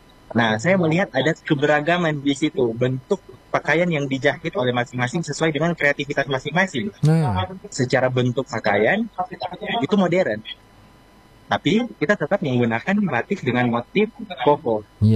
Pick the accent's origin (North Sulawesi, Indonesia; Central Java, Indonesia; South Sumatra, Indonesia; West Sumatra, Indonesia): North Sulawesi, Indonesia; Sangihe; Saya putra Sangya yang sangat bangga gitu dengan Sangya itu sendiri Kak.